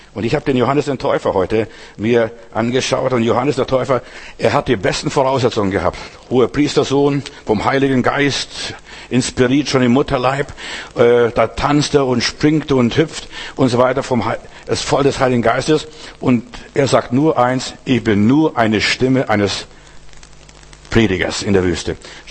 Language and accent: German; Germany; Ich muss mich schämen, dass ich ein Deutscher bin.